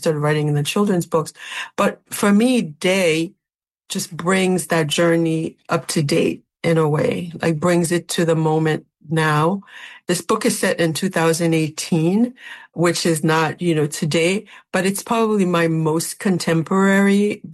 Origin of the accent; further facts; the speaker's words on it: Brooklyn, New York, United States; I wrote about my family in Brooklyn, about being Haitian American in New York for that newspaper.